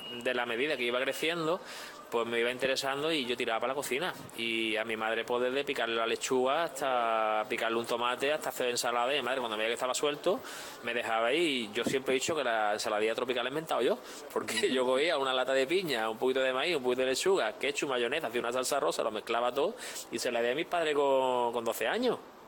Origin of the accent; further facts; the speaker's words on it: Málaga, Andalusia, Spain; en Málaga, yo soy malagueño